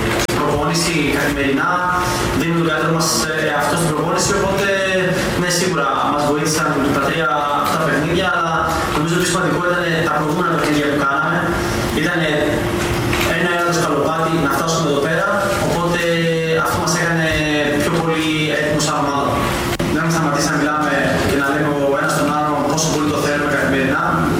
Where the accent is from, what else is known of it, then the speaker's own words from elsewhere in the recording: Northern Greece, Greece; Οπότε και εγώ, σαν παιδί της Βόρειου Ελλάδας, είμαι πάρα πολύ χαρούμενος που παίζω σχετικά στα μέρη μου.